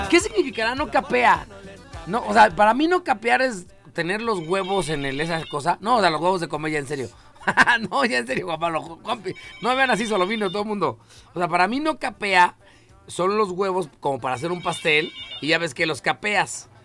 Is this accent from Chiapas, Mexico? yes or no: no; Mexico City, Mexico; incluso los chilangos como yo, bueno, los de feños, no entendemos